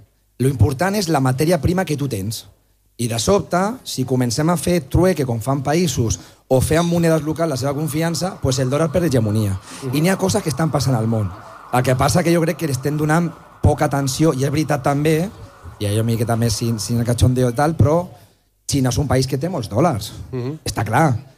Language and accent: Catalan; Terrassa, Catalonia, Spain; jo sóc de les afores de Terrassa, soc fill d'immigrants de Segòvia, el meu pare treballador del tèxtil de Terrassa, la meva mare és un treball que és el treball més dur, 4 fills, pis de 70 metres quadrats